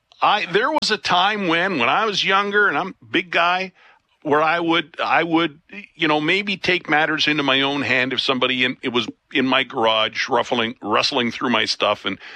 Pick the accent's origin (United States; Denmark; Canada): Canada; Lethbridge, Alberta; when I used to play the 9-hole par 3 course where I grew up in Lethbridge